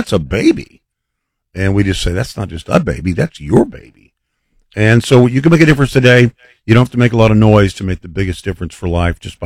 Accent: Texas, United States; the great state of Texas, my home state

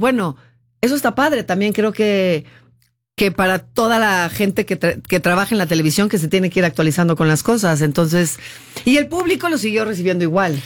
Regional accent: Mexico; nosotros como mexicanos nos burlamos de todo

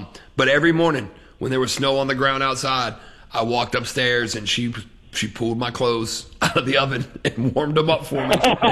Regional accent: Ohio Valley, United States; and I grew up in the Ohio Valley

